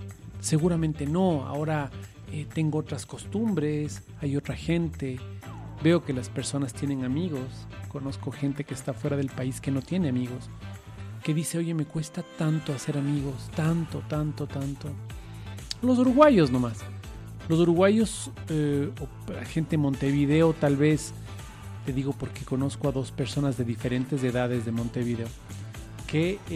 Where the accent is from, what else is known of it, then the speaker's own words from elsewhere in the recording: Ecuador; Así somos los ecuatorianos, eso es fantástico. Esa característica es muy nuestra, en otros países no.